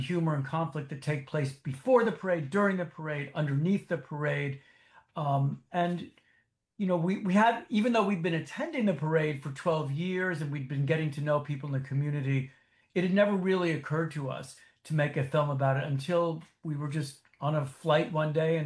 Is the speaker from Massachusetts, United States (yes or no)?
no; New York City, New York, United States; now in Austin, United States; I grew up in New York City.